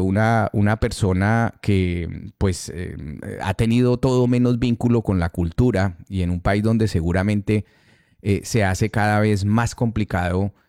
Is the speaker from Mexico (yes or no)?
no; Colombia; moved away; Nosotros en muchos casos hemos sido colombianos que hemos salido del país hace muchos años y nos hemos quedado